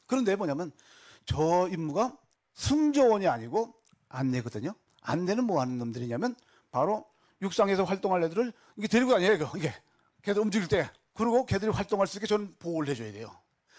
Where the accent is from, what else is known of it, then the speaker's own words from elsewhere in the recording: Kaesong, North Korea; moved away as an adult; now in South Korea; 제가 온지 벌써 29년이 됐습니다. 됐는데 사실 저는 고향이 개성 아시죠? 예, 개성 개풍군 목성리라고 거기에 저희 고향이고요.